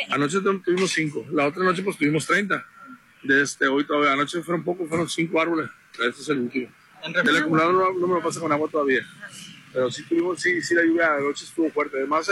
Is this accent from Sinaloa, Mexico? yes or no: yes; Guasave, Sinaloa, Mexico; somos de Guasave